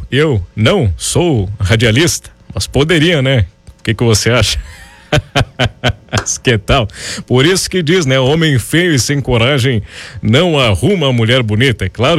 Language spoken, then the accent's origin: Portuguese; Rio Grande do Sul, Brazil; como gaúcho ou gaúcha